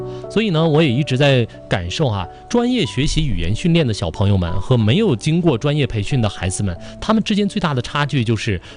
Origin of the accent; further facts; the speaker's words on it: Hulunbuir, Inner Mongolia, China; now in Hohhot, China; 去了呼伦贝尔大草原哈，去了我的家乡